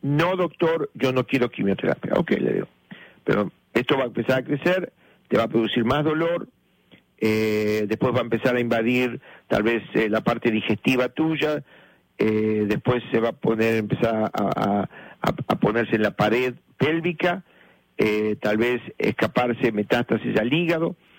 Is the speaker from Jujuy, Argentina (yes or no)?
no; La Plata, Buenos Aires Province, Argentina; moved away; la zapatería y alpargatería de mi papá, cuando era chiquito allá en La Plata, enfrente del ferrocarril Roca, en la calle 1, donde jugábamos siempre en la calle